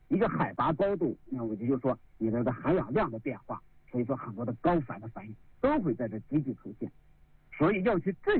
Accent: Chengdu, Sichuan, China; 尤其像我们成都人往里面走，四姑娘贡嘎山

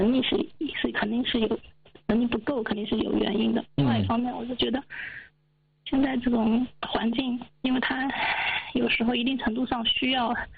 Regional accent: southern China, China; now in Yangtze River Delta, China; 我老家是南方人，

